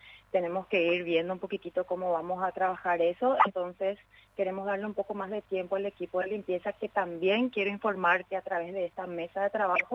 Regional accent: Paraguay

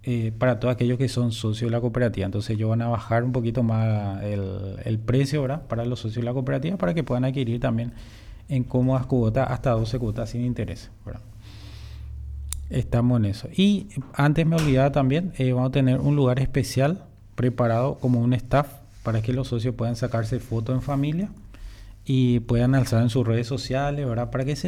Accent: Misiones, Paraguay; moved away as an adult; now in Pilar, Paraguay; yo soy el único funcionario en el departamento que no soy de Pilar, soy de Misiones, pero ya me siento ya pilarense, ya hace 10 años de que se inició la cooperativa

